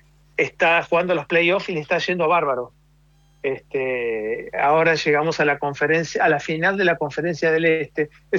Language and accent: Spanish; Buenos Aires, Argentina; no nos quedamos siempre en Buenos Aires porque somos de Buenos Aires originalmente.